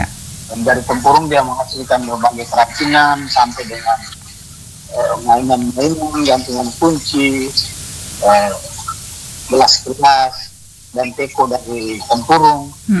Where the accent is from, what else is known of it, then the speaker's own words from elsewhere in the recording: Larantuka, East Nusa Tenggara, Indonesia; Selama saya lahir dan besar di kota Larang Tuka